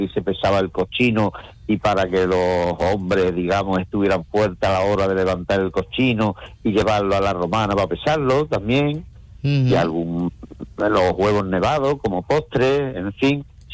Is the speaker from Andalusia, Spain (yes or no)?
yes; Aroche, Andalusia, Spain; una leyenda muy bonita que conocemos todos los arochenos desde niños.